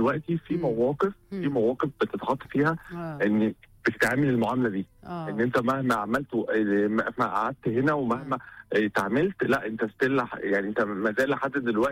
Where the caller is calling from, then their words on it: Egypt; لما جيت بقى وقررت ان انا استقر هنا في مصر.